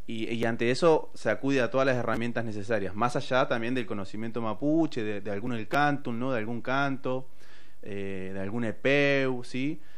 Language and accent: Spanish; Allen, Río Negro, Argentina; moved away; yo vengo del Curelefú, ¿sí? Es una forma de presentarme, decirles que vengo del Río Negro, de un pequeño pueblo que hoy se llama Allen, pero que antiguamente sabemos que fue Huaycuñelo. Ese pueblo está a la orilla del Río Negro.